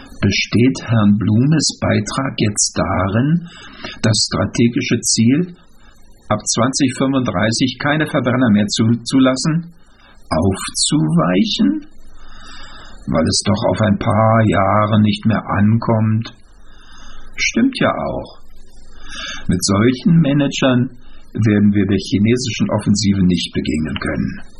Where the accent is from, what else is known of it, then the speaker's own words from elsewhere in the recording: East Germany, Germany; Als Ossi musste ich nach unserer glücklichen Revolution lernen